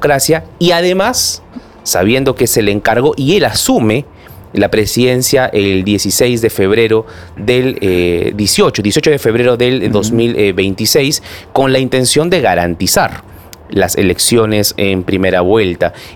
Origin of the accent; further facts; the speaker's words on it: Peru; ¿Lo ve con el ánimo como ciudadanos, como peruanos, nos impulsa, ¿verdad?